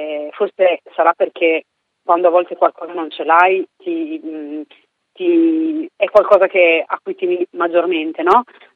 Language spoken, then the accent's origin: Italian; Reggio Emilia, Emilia-Romagna, Italy; io sono di Reggio Emilia, mi sono affacciata all'università dovendomi spostare, facendo la pendolare a Bologna